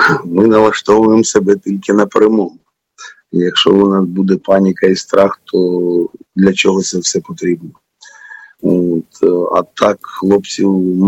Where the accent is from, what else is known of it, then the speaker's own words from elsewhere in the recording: Chernihiv, Chernihiv Oblast, Ukraine; Я сам з Чернігова